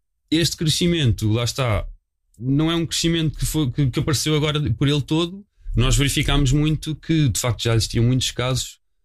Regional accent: Sintra, Lisbon, Portugal; Eu sou cá de Sintra, desde sempre nasci aqui, cresci aqui, andei na escola aqui também.

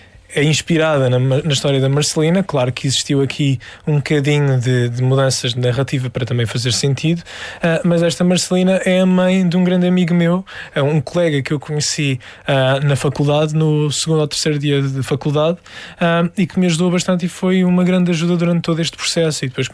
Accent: Algarve, Portugal; moved away; Apesar de eu ter-me ido embora, não deixei de ser algarvio.

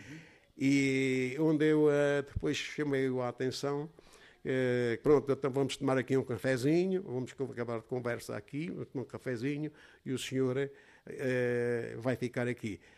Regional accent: Covilhã, Centro, Portugal; eu já cá, eu sou da Covilhã

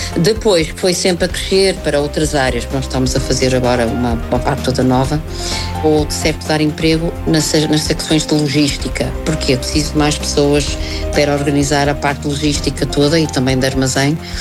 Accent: South Africa; moved away as an adult; now in Portugal; Eu sou sul-africana, portanto eu estou em Portugal há 32 anos. Adoro Portugal e considero Portugal a minha casa

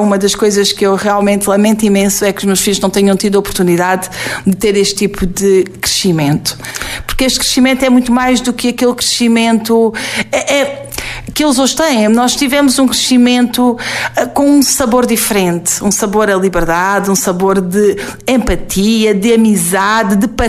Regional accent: Benavila, Alentejo, Portugal; moved away; also born or lived in Avis; Benavila, porque foi onde eu cresci mais, embora os meus avós paternos tenham vivido toda a vida em Avis, mas foi em Benavila que eu vivi grande parte.

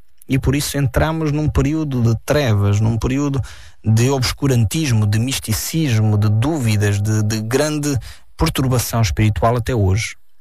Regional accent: Portugal; é triste para mim, como português, ter que voltar tão para trás para encontrar alguma coisa de interessante que aconteceu na nossa história

